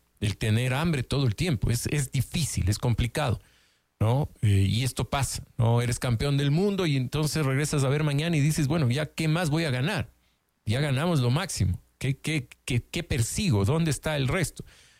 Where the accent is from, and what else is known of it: Ecuador